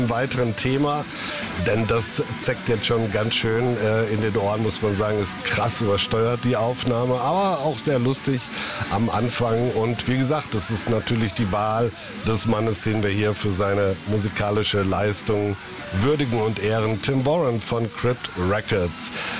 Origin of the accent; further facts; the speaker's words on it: Augsburg, Bavaria, Germany; die wird besonders auch besonders krachig aufgenommen in meiner Heimatstadt Augsburg im Jahre 1990.